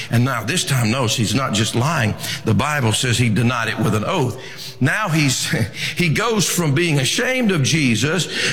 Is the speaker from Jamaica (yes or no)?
no; United States; I've never been tempted to say, no, I'm not an American.